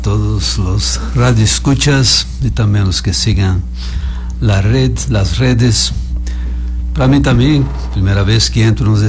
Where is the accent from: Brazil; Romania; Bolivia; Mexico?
Brazil; Spanish is a second language; moved away as an adult; now in Napo, Ecuador; Yo soy brasileño, ya en Ecuador hace 16 años. Ahora volví al Napo. Me pidieron para volver a Napa después de 11 años en sucumbíos.